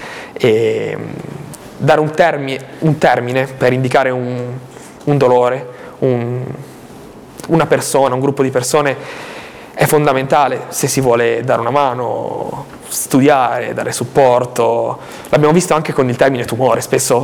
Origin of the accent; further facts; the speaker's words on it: Albenga, Liguria, Italy; noi siamo di Alvenga